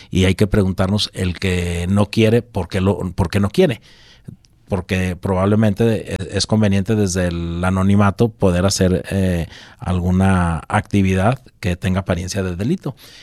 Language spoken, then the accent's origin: Spanish; Guadalajara, Jalisco, Mexico; born there; yo soy de Guadalajara, aquí nací, aquí vivo, pues me importa Jalisco